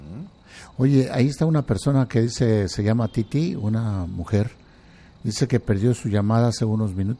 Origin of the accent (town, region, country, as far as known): Mexico City, Mexico